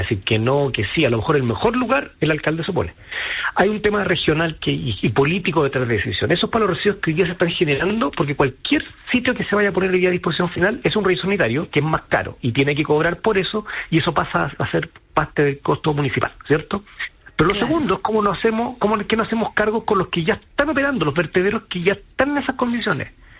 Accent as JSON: {"language": "Spanish", "town": "Iquique", "region": "Tarapacá", "country": "Chile", "said": "Lo del desierto es simplemente porque se inició en la zona norte con el recorte de inventario, y así nació, pues yo soy de Iquique, digamos"}